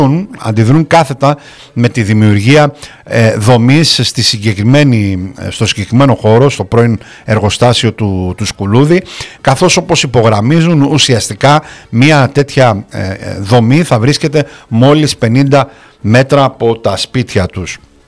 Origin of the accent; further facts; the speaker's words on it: Heraklion, Crete, Greece; στην ενορία από όπου είμαι και εγώ ουσιαστικά, όπου μεγάλωσα, στο Μιχαήλ Αρχάγγελο